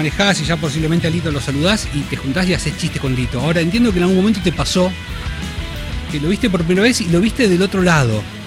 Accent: Bahía Blanca, Buenos Aires Province, Argentina; Bueno, me voy a detener en mi terruño, permítanme, de pie. Voy a hablar de Bahía Blanca.

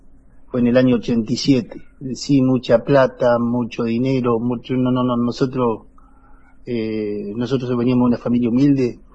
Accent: Catriló, La Pampa, Argentina; en mi pueblo natal, sí. Justo hoy es el aniversario del pueblo de Catiló, 129 aniversario

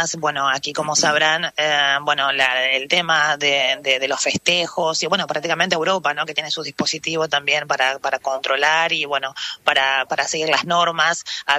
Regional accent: Argentina; moved away as an adult; also born or lived in Madrid; now in Barcelona, Spain; somos muchos los argentinos, estamos hablando de casi 500.000 de argentinos, claro, que vivimos aquí en España

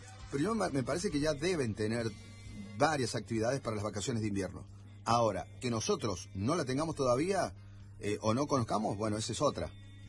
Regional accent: Argentina; están enojados obviamente los franceses por lo de Argentina y porque somos dependientes de Messi

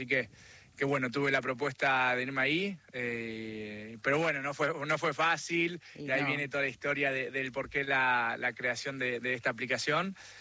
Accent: Argentina; moved away as an adult; yo a los 18 años me fui de Argentina para ser profesional de handball

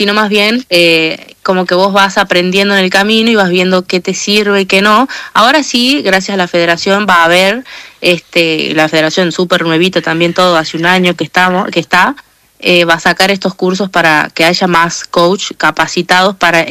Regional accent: northern Argentina, Argentina; O no pareces argentina, y en realidad es porque soy norteña

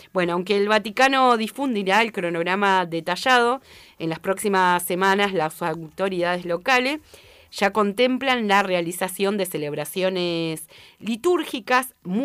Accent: Esquel, Chubut, Argentina; born there; recuerdo estar de chica en Esquel

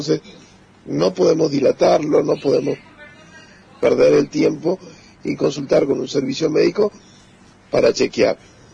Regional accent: Argentina; nosotros como argentinos

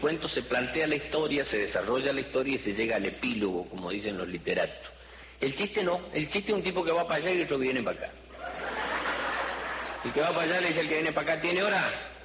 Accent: Chaco, Argentina; ya que no soy yo de Buenos Aires, sino yo soy de una provincia que se llama Chaco, que está en el noreste.

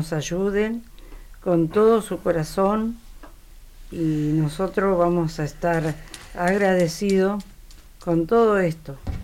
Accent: Argentina; Como ciudadano argentino, nosotros, yo pienso que tenemos que ser así.

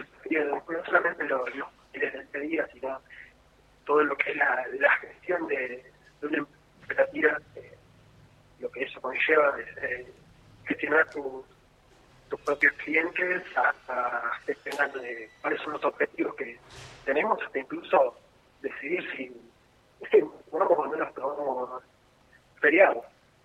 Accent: Buenos Aires Province, Argentina; somos de acá, de Buenos Aires, de la región, pero sí, somos desparramaditos acá cerquita, por lo menos.

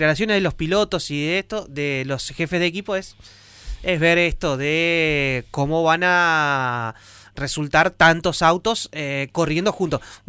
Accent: Argentina; nosotros como argentinos

